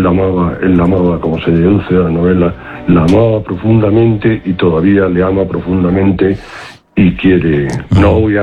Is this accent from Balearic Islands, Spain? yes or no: no; Basque Country, Spain; Yo soy vasco